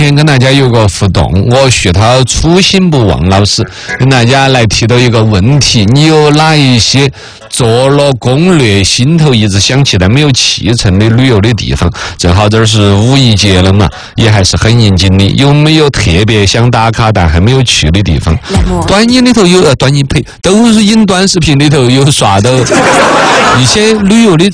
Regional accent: China; 我们中国人造的机器人全是的是哈哧哧的在跑啊，原地转圈了。

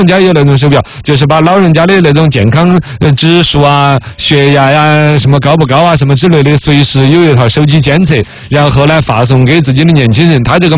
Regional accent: China; 其实用尿来治病，我们中国人现在也还是有的

